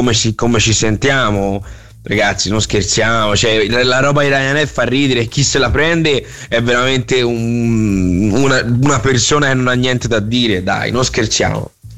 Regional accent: Florence, Tuscany, Italy; noi si passa veramente da fiorentini con il cervello piccino

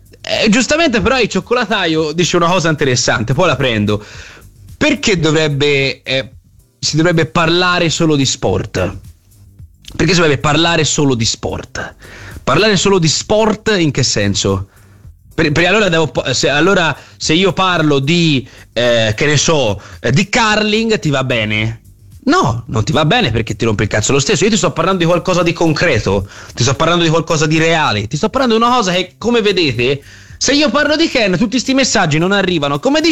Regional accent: Florence, Tuscany, Italy; noi abbiamo vissuto sulla nostra pelle da fiorentini la morte di un nostro concittadino

